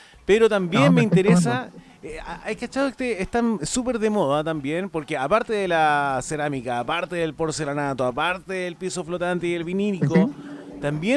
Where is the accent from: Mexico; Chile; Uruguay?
Chile; Talca, Maule; born there; now in Viña del Mar, Chile; yo soy de Talca, nacido en Talca, pero vivo en Viña del Mar hace muchos años. Pero mi madre está allá